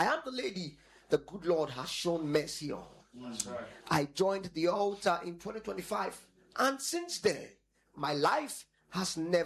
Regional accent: Bolgatanga, Upper East, Ghana; Pastor Elvis, please, there is no branch of Grace Mountain Ministry at my hometown at Upper East Bolgatanga.

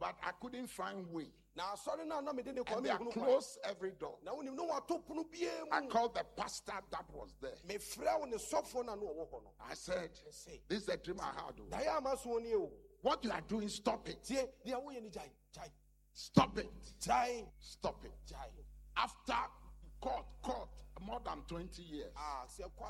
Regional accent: Ghana; Me, I'm from Ghana. I brought him here.

